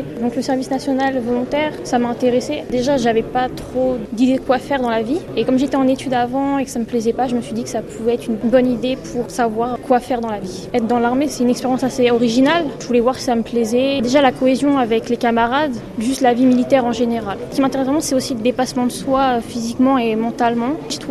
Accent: Normandy, France; j'ai 18 ans. Je suis originaire de Normandie, dans l'Eure.

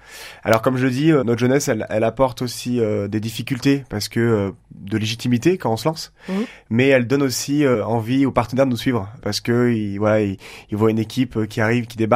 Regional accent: Pélussin, Auvergne-Rhône-Alpes, France; Alors on n'est pas originaire des Hayes. Nous on est de Pélussin principalement

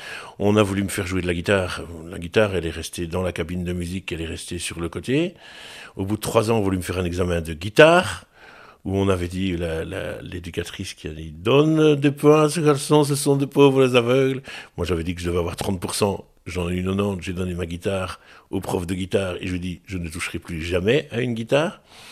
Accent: Jumet, Wallonia, Belgium; also born or lived in Gosselies; Je suis né à Gosselies. Et donc, j'ai vécu à Jumet pendant une bonne vingtaine d'années. Puis, je suis arrivé à Marcinelle.

